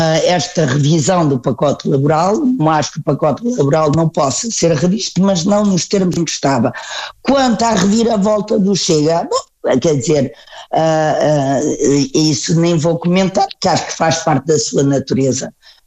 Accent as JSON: {"language": "Portuguese", "country": "Portugal", "said": "eu confesso que começo a ficar um bocado envergonhada do nosso governo, enquanto portuguesa, não é?"}